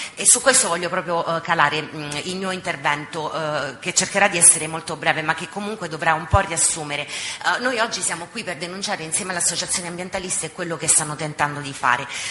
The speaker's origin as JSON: {"language": "Italian", "region": "Abruzzo", "country": "Italy", "said": "io sono abruzzese"}